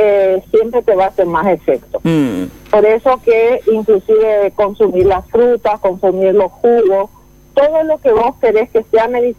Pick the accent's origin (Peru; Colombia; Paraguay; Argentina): Paraguay; como paraguayos, ya cuando hablamos de paraguayos, ya hablamos de un mestizaje